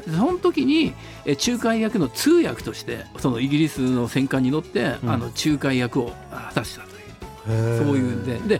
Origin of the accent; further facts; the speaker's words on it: Hanyu, Saitama, Japan; 俺の実家 の、 あの向かいの御殿隣のとこなの。